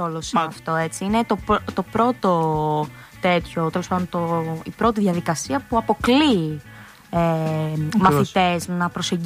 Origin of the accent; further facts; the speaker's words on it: Kalamata, Peloponnese, Greece; Έβλεπα π.χ. για την Καλαμάτα, στα μέρη μου, okay. Έβλεπα ένα σχόλιο ενός συνταξιούχου δημοσιογράφου σε μια τοπική εφημερίδα της πόλης μας